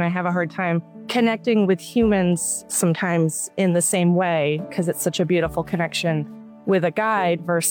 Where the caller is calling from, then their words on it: Vermont, United States; I'm calling from Vermont today.